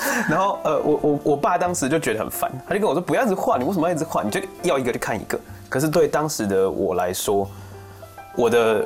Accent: Kaohsiung, Taiwan; moved away as an adult; 发现或许是因为我生在高雄，对，我到了就是大学之后才来北部，然后高雄是一个高度工业跟机械化的城市

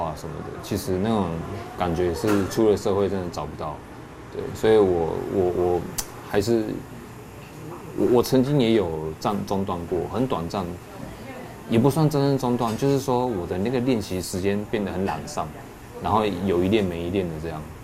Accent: Taipei, Taiwan; now in Kaohsiung, Taiwan; 我是台北人嘛，然后我来高雄念书

